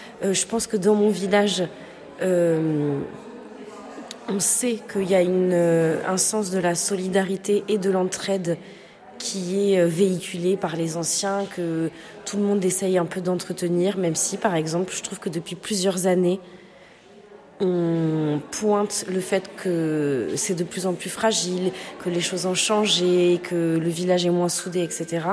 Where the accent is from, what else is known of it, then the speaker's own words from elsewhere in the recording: Auvergne-Rhône-Alpes, France; Oui, j'ai grandi dans le Diwa.